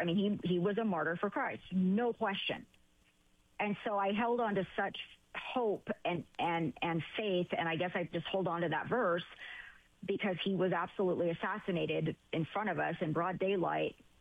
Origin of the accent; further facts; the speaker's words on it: California, United States; I grew up in Southern California